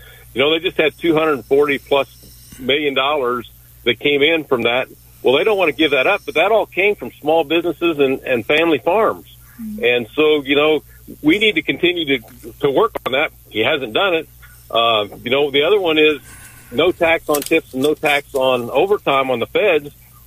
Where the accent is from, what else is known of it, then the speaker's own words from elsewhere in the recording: Morrisonville, Illinois, United States; born there; I was born in Morrisonville